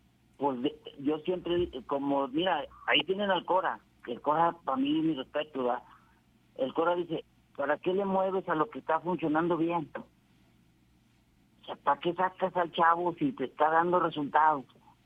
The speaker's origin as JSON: {"language": "Spanish", "town": "Monterrey", "region": "Nuevo León", "country": "Mexico", "said": "Yo soy de Monterrey, yo fui a muchos partidos de los Tigres"}